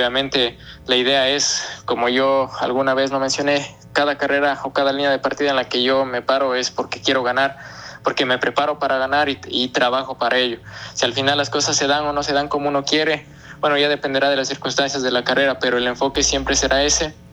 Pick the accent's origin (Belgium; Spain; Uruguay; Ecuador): Ecuador; Ambato, Tungurahua; Bueno, yo soy de la ciudad de Ambato y practico ya este deporte cerca de 10 años.